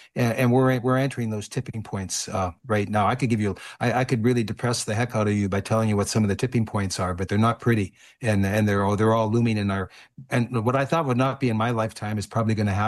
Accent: Western Canada, Canada; I am, as a Canadian.

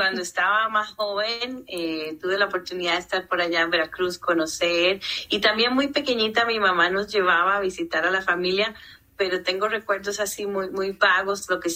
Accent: San José, Costa Rica; born or raised there; moved away

